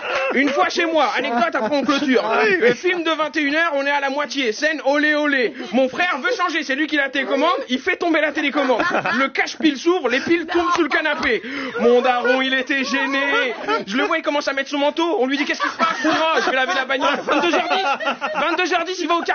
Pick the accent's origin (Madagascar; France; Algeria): Algeria; Je suis algérien